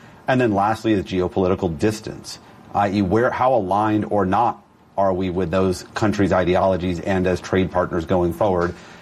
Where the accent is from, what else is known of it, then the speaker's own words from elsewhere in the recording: New York, United States; now in Washington, United States; I am born and raised in New York, and so yes, I have to be a Knicks fan